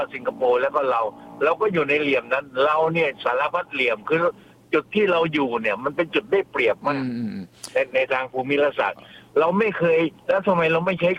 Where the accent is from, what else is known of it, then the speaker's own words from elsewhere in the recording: Southern Thailand, Thailand; ผมยืนยันว่าผมเป็นคนใต้แล้วผมทำการเมืองก็ไม่รู้นี่ผมทำมา40ปีแล้ว